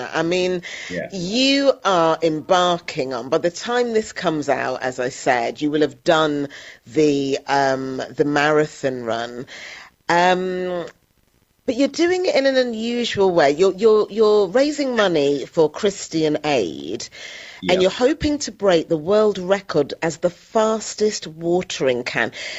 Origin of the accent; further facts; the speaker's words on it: Coventry, West Midlands, United Kingdom; also born or lived in London; now in Frome, United Kingdom; I come from Coventry originally, spent 35 years in London, and then moved to Froome just 7 months ago. But I will always say I'm from Coventry.